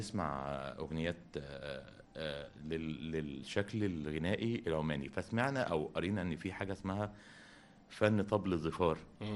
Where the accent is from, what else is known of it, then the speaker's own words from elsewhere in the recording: Egypt; عندنا في مصر